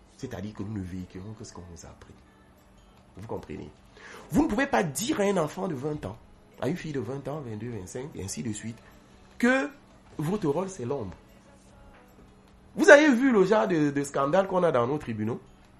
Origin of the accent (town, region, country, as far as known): Cameroon